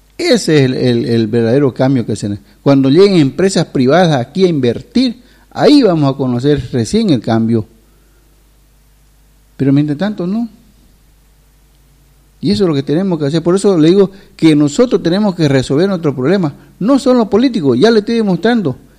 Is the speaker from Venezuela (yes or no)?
no; Bolivia; somos unos cambas flojos